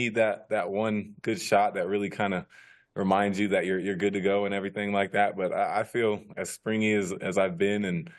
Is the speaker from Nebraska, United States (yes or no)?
no; California, United States; now in Utah, United States; growing up in California